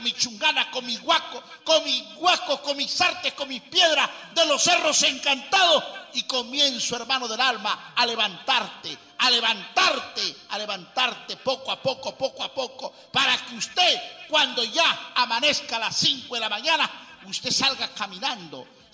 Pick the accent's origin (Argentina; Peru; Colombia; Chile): Peru; Mayascón, Lambayeque; Mi tierra natal, y algún día que usted vaya a ese caserío o a ese pueblo, como lo quiera llamar, pueblito pequeño llamado Mayascón, ahí pregunte por